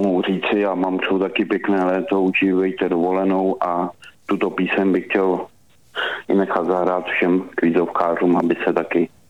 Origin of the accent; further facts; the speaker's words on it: České Budějovice, South Bohemian Region, Czechia; jak jsem říkal, že jsem z Budějic, tak třeba víte, jak se řekne na jihu párek v rohlíku?